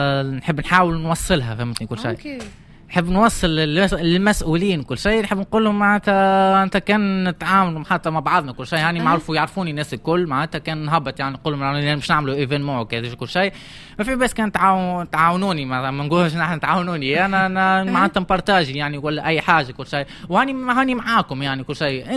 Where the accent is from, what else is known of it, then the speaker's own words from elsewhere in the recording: Tunisia; نشرف بلادي تونس